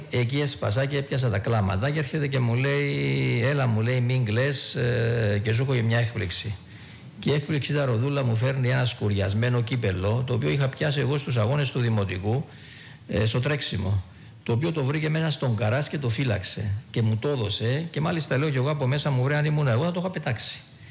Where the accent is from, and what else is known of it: Cyprus; born or raised there; moved away